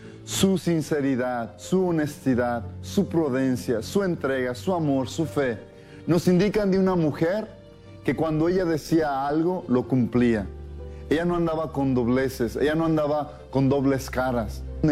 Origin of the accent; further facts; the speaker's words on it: Mexico; now in United States; Yo soy mexicano y conozco de algunas tradiciones mexicanas, pero no conozco de muchas tradiciones mexicanas porque la República Mexicana es extensa.